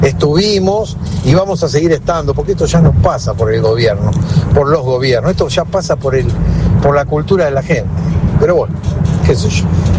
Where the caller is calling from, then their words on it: Ramos Mejía, Buenos Aires Province, Argentina; de Ramos Mejía